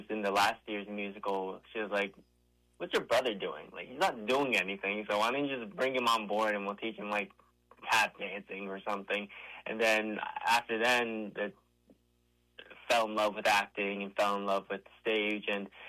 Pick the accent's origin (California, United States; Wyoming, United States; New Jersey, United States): New Jersey, United States; They moved here before I was born, and we grew up in New Jersey. So it was nice growing up in a household that had, you know, speaking language, Japanese.